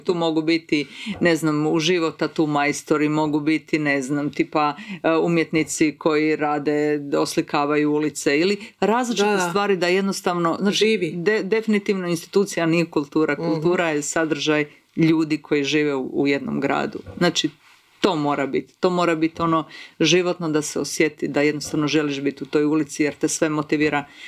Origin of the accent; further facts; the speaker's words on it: Karlovac, Karlovac County, Croatia; moved away as an adult; also born or lived in Zagreb; ja sam iz Karlovca, tako da smo bili postanari u Zagrebu jer smo studirali